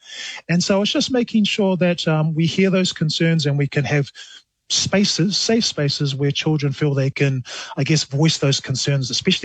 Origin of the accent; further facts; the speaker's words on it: New Zealand; I come from up north, mum's side. We're from Ngāpuhi. And on dad's side, we come from Lotupuwe and Alepata, and also Vaiesa Fata. Born and bred here in New Zealand.